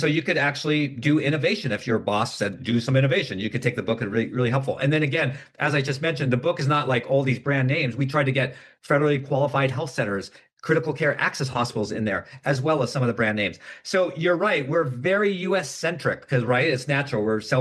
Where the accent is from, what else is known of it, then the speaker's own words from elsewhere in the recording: Germany; and I'm originally from Germany.